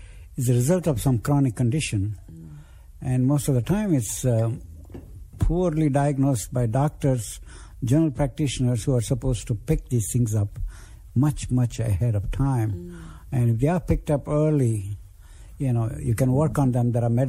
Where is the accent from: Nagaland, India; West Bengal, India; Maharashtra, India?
Maharashtra, India; Mumbai; moved away; where I grew up in Mumbai and in other parts of India